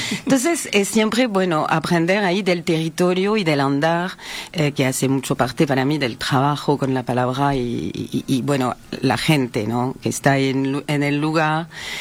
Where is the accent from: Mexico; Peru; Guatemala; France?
France; Paris, Île-de-France; Spanish is a second language; Yo me nací en el suburbio, sí. me crié en París, trabajé mucho en el suburbio